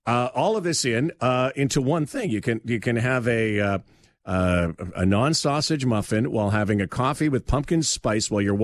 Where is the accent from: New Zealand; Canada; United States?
Canada; I shouldn't say Z. I'm Canadian. and especially Canadian now.